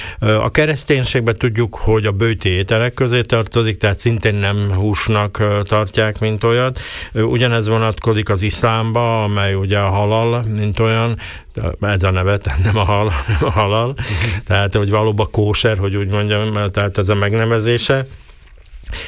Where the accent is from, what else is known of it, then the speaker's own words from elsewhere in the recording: Komárom, Komárom-Esztergom, Hungary; hát én Komáromba alapjába véve pontyon nőttem fel, mint olyan, édesanyám nagyon szerette pontyot, karácsonyra volt pont, szomszédaink jártak, mint horgászok